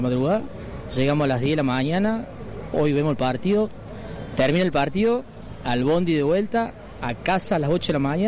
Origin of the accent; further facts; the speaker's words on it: Córdoba, Argentina; de Córdoba, de barrio Pueyrredón.